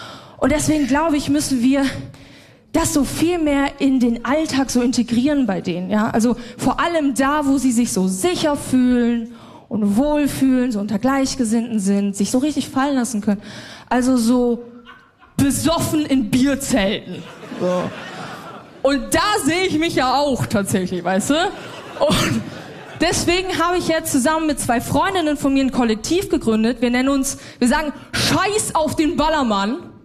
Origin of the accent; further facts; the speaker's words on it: Bavaria, Germany; moved away; aber ich bin in Bayern groß geworden.